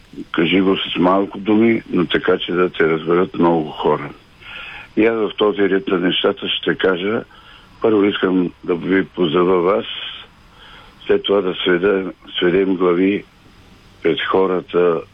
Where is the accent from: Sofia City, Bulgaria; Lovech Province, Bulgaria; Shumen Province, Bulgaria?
Lovech Province, Bulgaria; Teteven; от Тетевен.